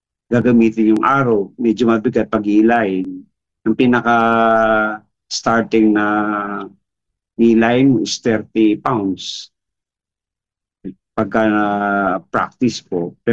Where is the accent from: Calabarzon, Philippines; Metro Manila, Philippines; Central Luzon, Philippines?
Central Luzon, Philippines; First year high school ako nung mag-start na ako sa ngayon Tarlac State University dito sa probinsya namin sa Tarlac.